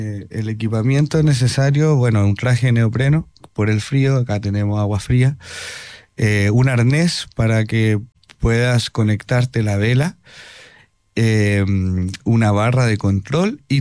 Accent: Linares, Maule, Chile; Somos todos de Linares, todos linarenses

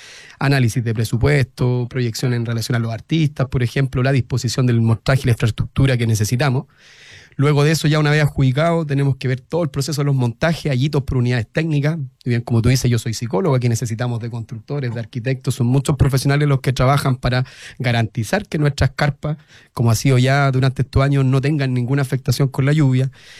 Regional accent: Los Andes, Valparaíso, Chile; Soy andino, para algunos que me conocen.

